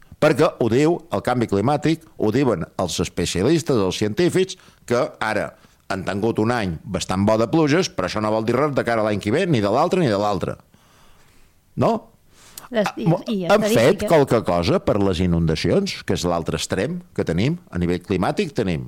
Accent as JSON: {"language": "Catalan", "region": "Balearic Islands", "country": "Spain", "said": "Jo som mallorquí, també."}